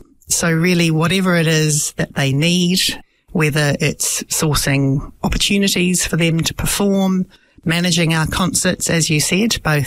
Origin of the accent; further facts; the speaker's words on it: New Zealand; born there; I was born in New Zealand. In fact, Mum was also born in New Zealand. Her parents both came from Dalmatia, from the town of Podgora.